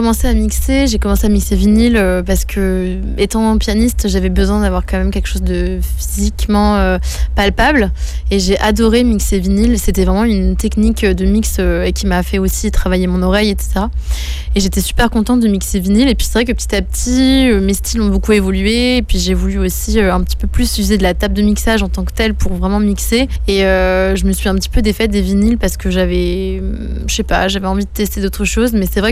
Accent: Saint-Lô, Normandy, France; also born or lived in Caen; Moi, je suis normande de la Manche. Je suis saint-loise, initialement.

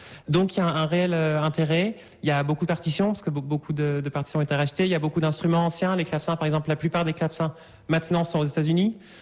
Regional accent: Angers, Pays de la Loire, France; Oui, voilà, moi j'ai grandi à Angers.

